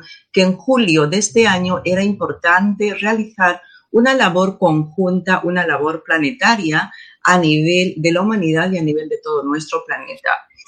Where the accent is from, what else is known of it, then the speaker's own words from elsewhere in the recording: Peru; he reconectado varios lugares en mi país de origen, en Perú, conectando con muchos lugares de Perú, Bolivia, Ecuador, Chile